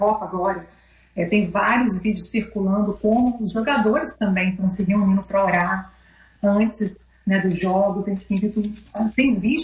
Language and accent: Portuguese; Brazil; now in United States; para nós como brasileiros, eu estou aqui na América